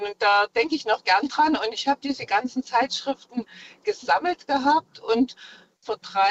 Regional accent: Olbernhau, Saxony, Germany; ich komme aus dem Erzgebirge Olbernhau.

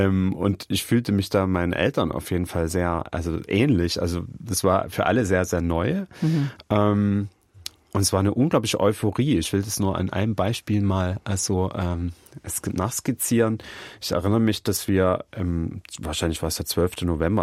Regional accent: Chemnitz, Saxony, Germany; im Fritz-Heckert-Gebiet aufgewachsen, in diesem großen Plattenbaugebiet, damals 90.000 Einwohnerin, das heißt also eine Stadt in der Stadt

